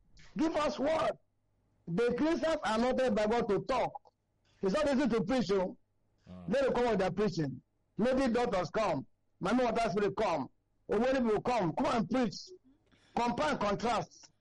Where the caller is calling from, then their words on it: Shasha, Lagos, Nigeria; I'm calling from Shasha.